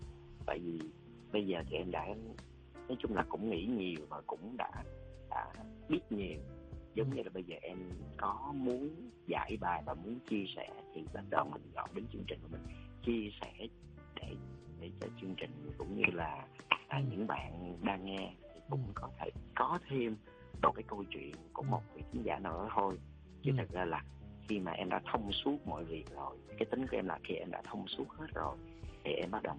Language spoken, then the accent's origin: Vietnamese; Southern Vietnam, Vietnam; tại vì em thích những cái giọng văn giống như của chị Nguyễn Ngọc Tư, cái kiểu văn Nam Bộ á, tại vì em người Nam cái kiểu vậy